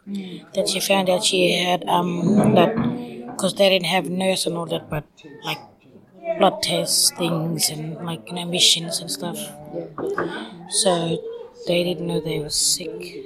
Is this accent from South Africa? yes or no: no; Yalata, South Australia, Australia; also born or lived in Port Augusta; I'm from Yalata Aboriginal community, and I was born in Port Augusta Hospital. We went back home.